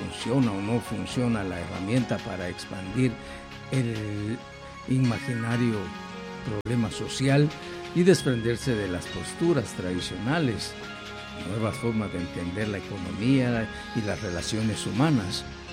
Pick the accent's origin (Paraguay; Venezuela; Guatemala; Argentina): Guatemala; siempre seguiremos siendo los mismos guatemaltecos.